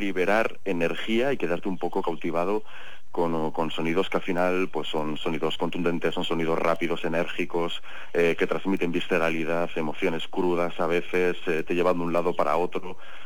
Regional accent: Medina del Campo, Castile and León, Spain; El resto somos todos oriundos de Medina del Campo

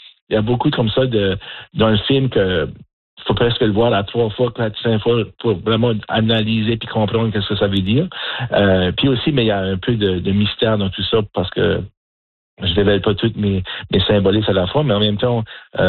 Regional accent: Acadia, Canada; je suis acadien, je suis père de famille

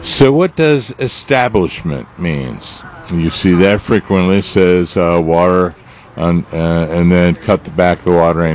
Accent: Midwest, United States; now in South Texas, United States; I was growing up in the Midwest

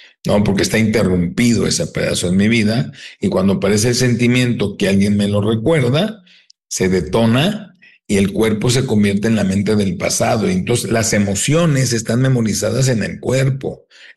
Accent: Tijuana, Baja California, Mexico; also born or lived in San Diego, United States; Tijuana, San Diego siempre viví de chico, ¿no?

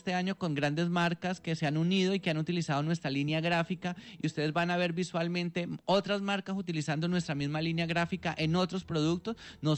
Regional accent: Huila, Colombia; para que nos sintamos orgullosos de ser colombianos, pero especialmente de ser opitas y ser huilenses.

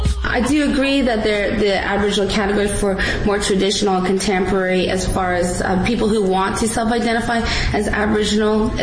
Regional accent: Port Hardy, British Columbia, Canada; I'm Kwakwaka'wakw, Cree, Coast Salish, and Niska. And I'm from the Gwasalo Nakwadan Nation, and that's located in Port Hardy, BC.

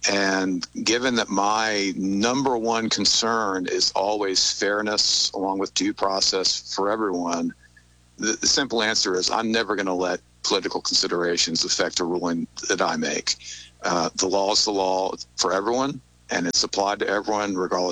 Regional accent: North Carolina, United States; I'm just turned 59, so I grew up in North Carolina in the time of the old Atlantic Coast Conference

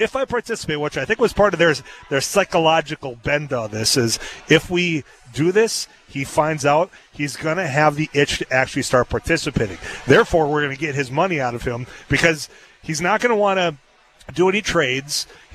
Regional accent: Leeds, Yorkshire and the Humber, United Kingdom; There's another guy from Mattock that will collude with somebody from my hometown of Leeds who participates

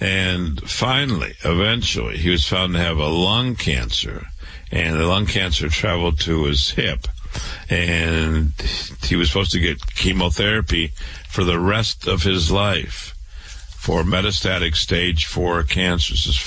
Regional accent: Waterloo, Iowa, United States; born and raised in Waterloo, Iowa.

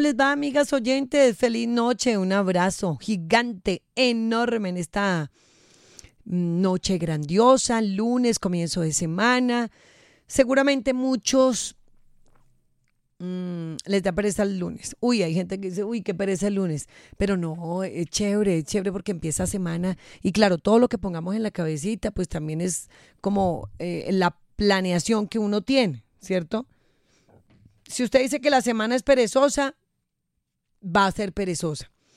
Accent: Colombia; en este bello país donde somos colombianos maravillosos

